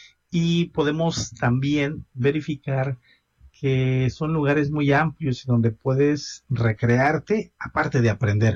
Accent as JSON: {"language": "Spanish", "country": "Mexico", "said": "Es algo de lo que podemos estar orgullosos como mexicanos y mexicanas."}